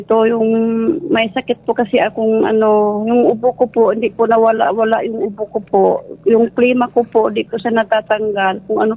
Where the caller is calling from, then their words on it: Alaminos, Ilocos Region, Philippines; Taga Alaminos po.